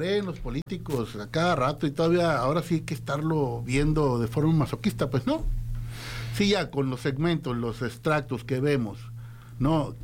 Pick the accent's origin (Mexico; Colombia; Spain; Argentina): Mexico; Yo como ciudadano mexicano, yo no estoy de acuerdo en tu opinión.